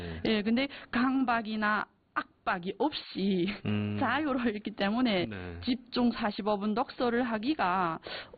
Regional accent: China; moved away; 우리는 조선족이라서 지금까지 이제까지 계속 조선말로 학교를 다녔었고

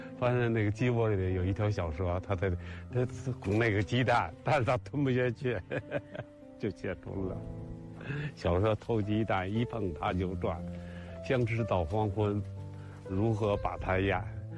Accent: China; 就是因为他解决了我们中国人吃饭的问题

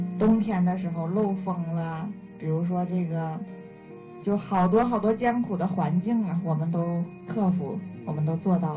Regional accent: China; 我们作为中国人也是非常骄傲非常自豪的。

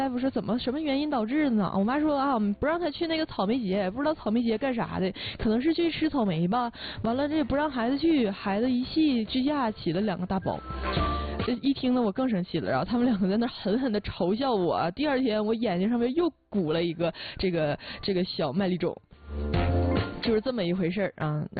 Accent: Northeast China, China

